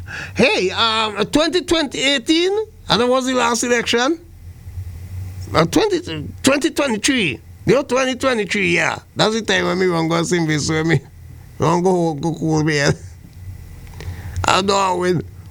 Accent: St. Vincent & Grenadines; What I in St. Vincent, my hometown, Dominica, St. Lucia, Grenada, Jamaica, Guyana

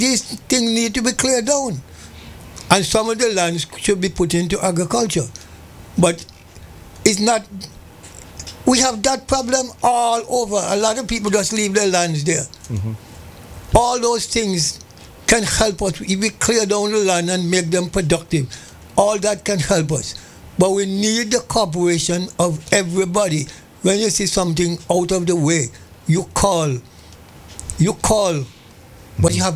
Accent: Liberta, Saint Paul, Antigua & Barbuda; I'm from Liberta, right?

